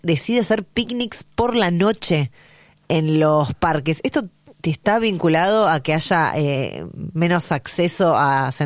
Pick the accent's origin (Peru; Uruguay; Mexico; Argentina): Argentina; Rosario, Santa Fe; moved away; Vos sabés que yo soy de Rosario. Hace muchos años que no vivo en Rosario